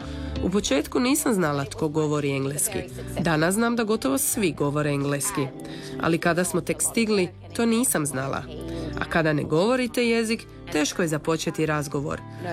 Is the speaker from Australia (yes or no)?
yes; Perth, Western Australia, Australia; now in Croatia; Rođena sam i odrasla u Perthu. Volim Perth i još ga uvijek smatram jednim od najljepših gradova na svijetu.